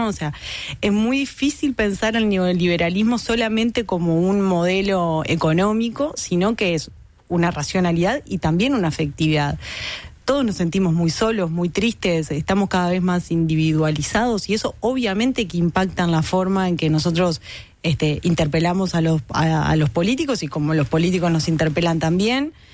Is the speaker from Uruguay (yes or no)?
yes; Uruguay